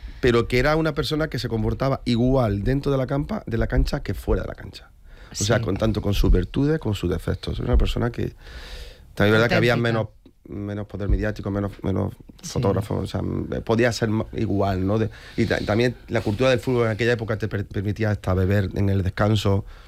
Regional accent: Córdoba, Andalusia, Spain; moved away; yo soy de Córdoba, natural de Córdoba, aunque llevo aquí más de 20 años viviendo

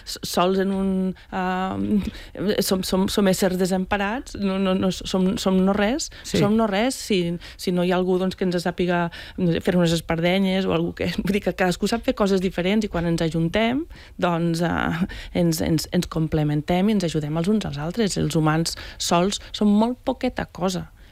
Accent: Valencian Community, Spain; jo vinc del País Valencià fa any i mig.

